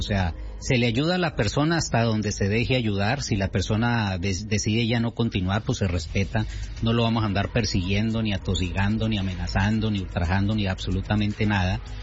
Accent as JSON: {"language": "Spanish", "country": "Colombia", "tie": "born or raised there", "also_born_or_lived": "Mexico", "moved": "as an adult", "lives_now": "United States", "said": "Y sí, yo soy nacido en Colombia, yo salí de mi país desde los 21 años tenía exactamente. Me vine a México, luego aquí en Estados Unidos, voy y vengo."}